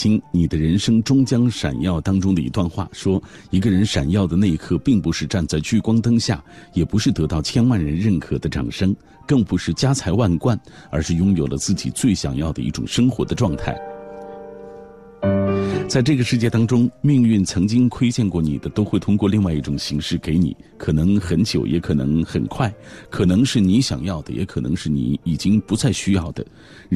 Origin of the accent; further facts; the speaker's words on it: Xinxiang, Henan, China; moved away; 在北京城或者我的故乡新乡那样的地方